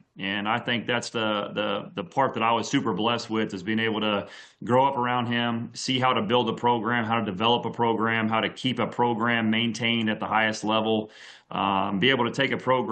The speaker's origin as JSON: {"language": "English", "town": "Lubbock", "region": "Texas", "country": "United States", "tie": "born or raised there", "also_born_or_lived": "Abilene, Texas", "said": "Yeah, so I was born in Abilene, Texas, but I really grew up in Lubbock."}